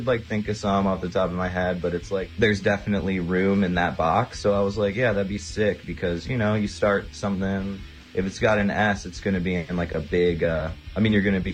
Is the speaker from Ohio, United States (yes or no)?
yes; Cleveland, Ohio, United States; So I'm from Cleveland